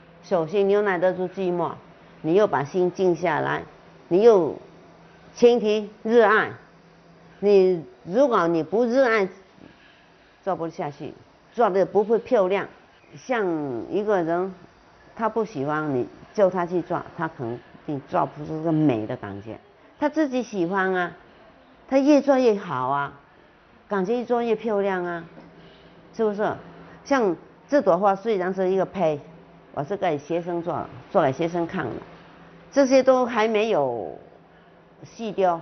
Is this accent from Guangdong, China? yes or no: yes; Chaoshan, Guangdong, China; 我们中国人，我们潮汕的人走到哪里就发展到哪里。